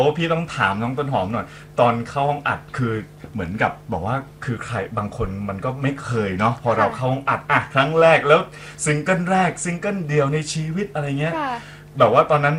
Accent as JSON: {"language": "Thai", "region": "Bangkok", "country": "Thailand", "said": "กรุงเทพพี่ก็เป็นคนกรุงเทพ"}